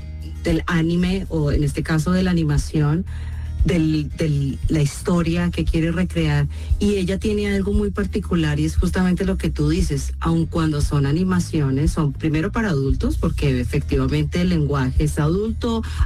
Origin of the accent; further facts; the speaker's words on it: Colombia; Yo sí soy colombiana.